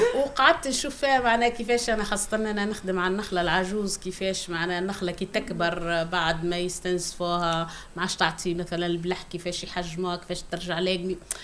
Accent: southern Tunisia, Tunisia; أنا أصلي من الجنوب

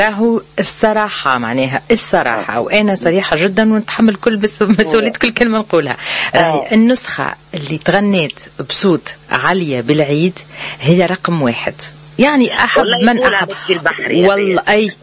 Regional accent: Tunisia; accent: Tunisian; حاجة ما كنا نحكي وإحنا بلهجتنا التونسية

